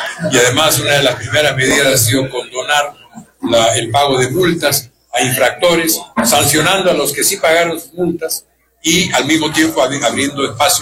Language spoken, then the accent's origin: Spanish; Arequipa, Peru; Soy arequipeño también